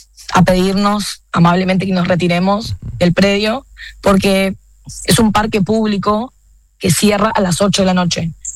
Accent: Resistencia, Chaco, Argentina; moved away as an adult; now in Miami, United States

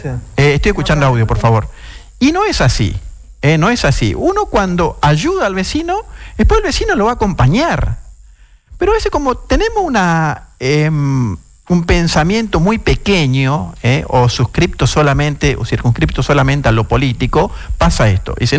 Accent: Resistencia, Chaco, Argentina; somos vecinos de Resistencia

